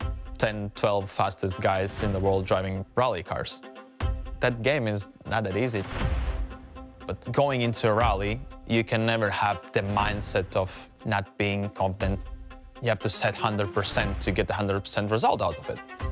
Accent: Latvia; Coming from a smaller country

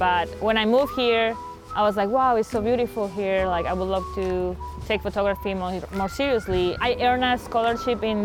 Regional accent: Mexico; English is a second language; moved away as an adult; now in Canada; I'm originally from Mexico. I'm a skateboard photographer and I've been in Canada for about 12 years. I didn't plan to move here. It was a last minute decision.

